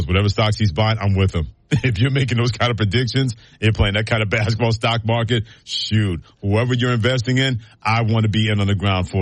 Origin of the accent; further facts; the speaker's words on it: Brooklyn, New York, United States; As my landlord, Tony, used to say when I grew up in Brooklyn and he was West Indian, simmer down, son.